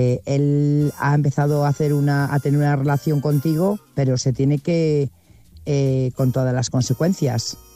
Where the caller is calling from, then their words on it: Burgos, Castile and León, Spain; Buenas noches … corresponsal de Burgos.